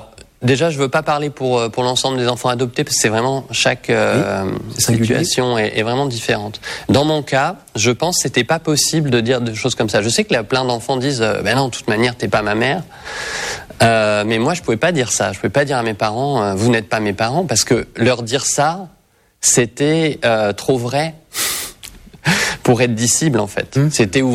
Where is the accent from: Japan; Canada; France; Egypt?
France; Reims, Grand Est; born there; Alors, tout simplement, je suis né à Reims, il y a 42 ans, donc en 1984.